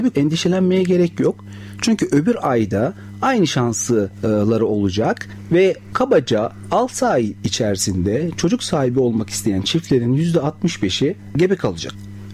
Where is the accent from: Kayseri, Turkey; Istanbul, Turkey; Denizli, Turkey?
Denizli, Turkey; 1974 yılında Denizli'de doğdum. 38 yaşındayım. İlk ve orta öğretimimi Denizli'de tamamladıktan sonra İzmir Fen Lisesi'ni kazandım.